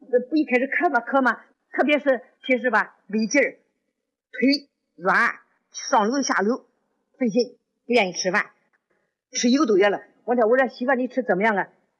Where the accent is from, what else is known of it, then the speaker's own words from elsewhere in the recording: Anhui, China; now in Mudanjiang, China; 我老家是安徽的，现在我家住在黑龙江省牡丹江市爱民区。